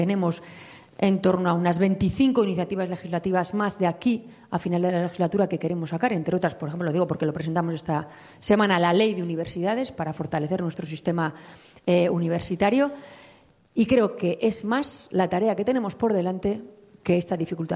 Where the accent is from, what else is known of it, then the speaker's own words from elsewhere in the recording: Navarre, Spain; Aprovecho a decir, mira, los navarros somos plurales, diversos, navarros que se sienten vascos, navarros que se sienten del mundo